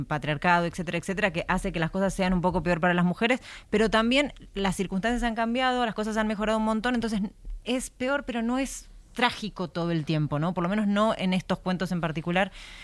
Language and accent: Spanish; Argentina; Yo soy argentina y escribo cuento. así le decimos.